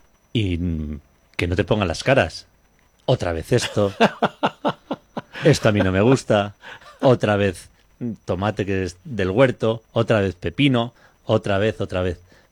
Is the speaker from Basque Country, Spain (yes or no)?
no; Aranda de Duero, Castile and León, Spain; de Aranda, somos de la Ribera, entonces...